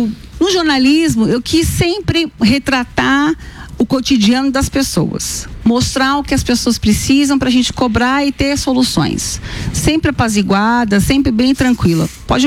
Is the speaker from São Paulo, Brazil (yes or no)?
yes; São Paulo, Brazil; Sou paulistana, mas são de Natal.